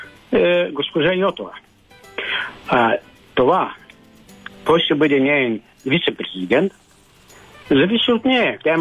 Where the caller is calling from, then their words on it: Dimitrovgrad, Haskovo Province, Bulgaria; от Димитровград, Чулчрима.